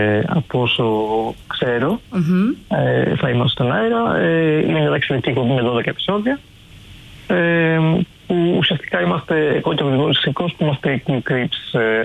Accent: Komotini, Eastern Macedonia and Thrace, Greece; Ναι, ο Γρηγόρης είναι Αθηναίος, εγώ είμαι από την Κομοτηνή.

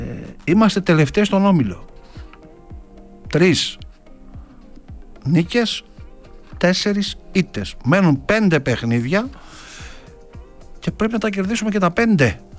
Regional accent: Greece; ως Έλληνες λοιπόν φίλαθλοι

